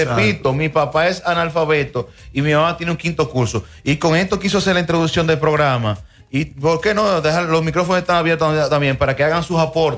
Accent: Dominican Republic

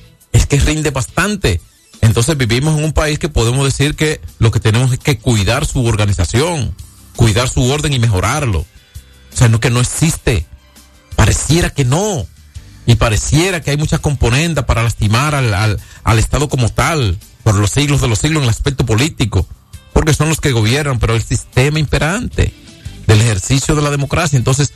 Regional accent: Dominican Republic

